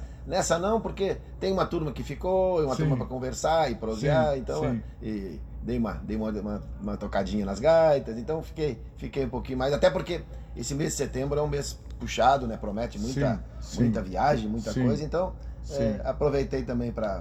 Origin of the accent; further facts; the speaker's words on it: Porto Alegre, Rio Grande do Sul, Brazil; born there; Eu já tô mais cidadão barrense que porto-alegrense. Eu nasci em Porto Alegre, mas...